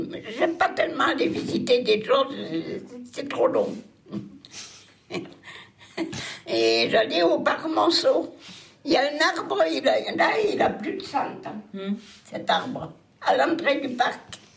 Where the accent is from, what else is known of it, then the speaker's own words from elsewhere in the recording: Bessette, Occitanie, France; now in Crest, France; Moi, je suis de l'Ariège.